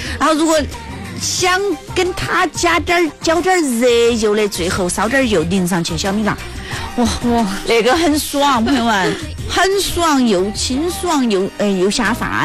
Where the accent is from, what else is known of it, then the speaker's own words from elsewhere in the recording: Jiangxi, China; 平时我们江西人还喜欢拿蓝藕来煨汤